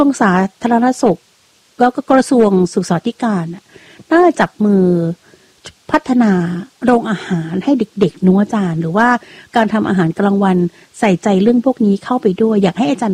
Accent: Isan, Thailand; สมัยเป็นเด็กเนี่ยพี่เป็นคนต่างจังหวัดโน้เป็นคนอีสาน

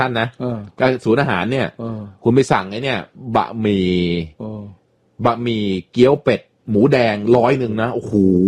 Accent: Southern Thailand, Thailand; เดี๋ยวผมช็อกนะครับผมคนใต้ด้วย

